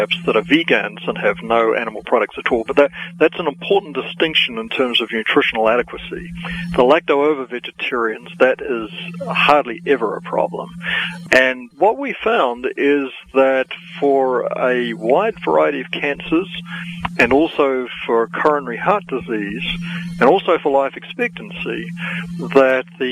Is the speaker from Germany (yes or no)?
no; New Zealand; I grew up in New Zealand, and I was count myself fortunate that my parents had actually become Christians, and actually Seventh-day Adventist Christians, prior to my birth